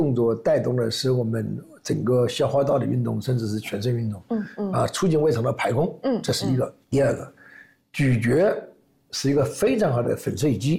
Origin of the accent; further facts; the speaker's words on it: China; 这是我们中国人的常态，不知道在忙什么